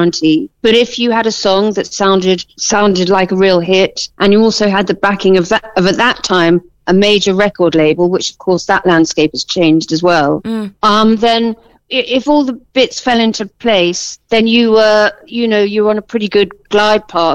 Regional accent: London, United Kingdom; I come from West London

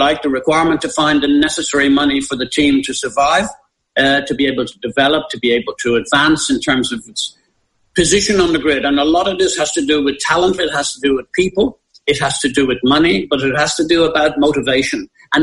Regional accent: Ireland; as an Irish person, I felt inferior. I had an inferiority complex when I went to England.

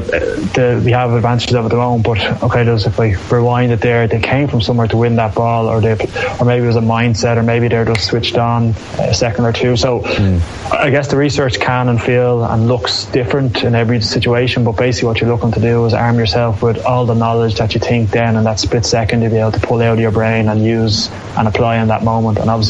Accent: Glasnevin, Leinster, Ireland; I grew up in Glasnevin, which so happens to have my own club, Nafine, in it

